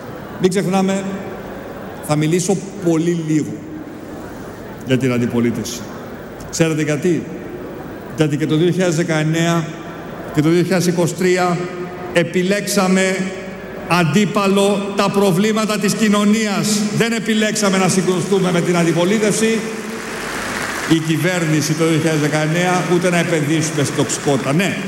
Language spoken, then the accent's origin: Greek; Crete, Greece; Ο τόπος μου, η Κρήτη